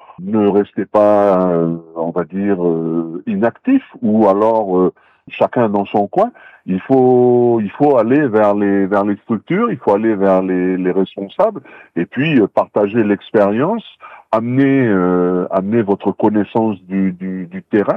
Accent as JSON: {"language": "French", "region": "South Province", "country": "New Caledonia", "tie": "born or raised there", "said": "on est originaire nous du quartier de Riverstar"}